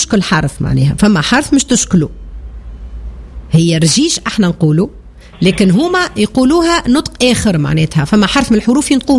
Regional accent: Sfax, Sfax Governorate, Tunisia; معناتها احنا هيك هو معناتها لهجتنا سفاقسيه ومعروفه وعندنا ميزه

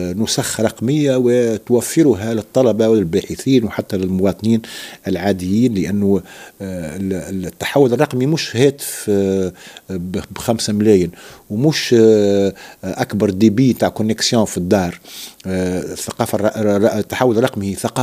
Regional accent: Tunisia; أنا كمواطن تونسي

